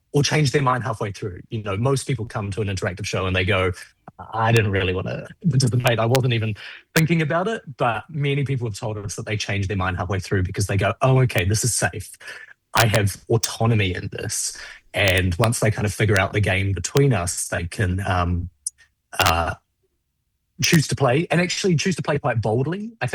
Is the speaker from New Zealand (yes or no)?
yes; New Zealand; born or raised there